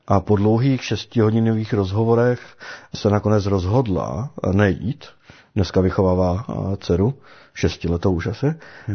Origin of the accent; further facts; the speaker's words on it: Opava, Moravian-Silesian Region, Czechia; ale já jsem se narodil v Opavě. Vyrůstal jsem v Opavě. Vyrůstal jsem v nevěřící rodině.